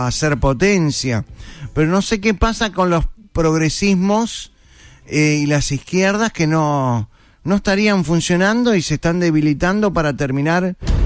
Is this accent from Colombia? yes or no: no; Uruguay; Yo soy uruguayo